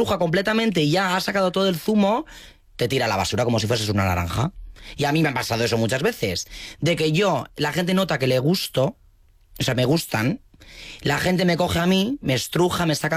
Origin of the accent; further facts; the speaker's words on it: Basque Country, Spain; Soy vasco. Un vasco.